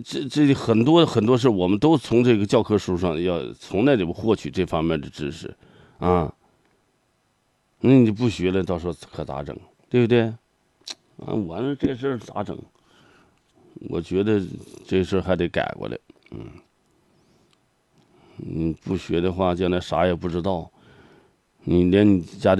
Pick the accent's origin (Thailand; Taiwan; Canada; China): China; 我们把我中国人都刻画成什么样了啊